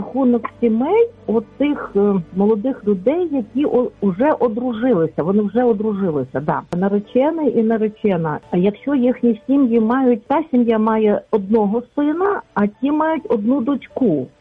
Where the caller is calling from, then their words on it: Lviv, Lviv Oblast, Ukraine; я зі Львова.